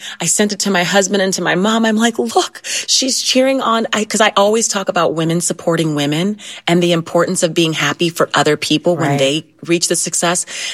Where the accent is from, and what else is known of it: Ohio, United States